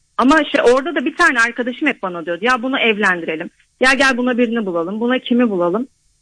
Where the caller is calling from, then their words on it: Adana, Turkey; Ben Adana'dan arıyorum.